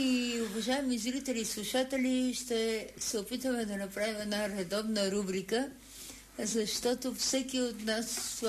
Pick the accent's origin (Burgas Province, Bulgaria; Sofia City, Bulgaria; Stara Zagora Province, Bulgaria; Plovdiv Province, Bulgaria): Sofia City, Bulgaria; Sofia; Израснала съм в София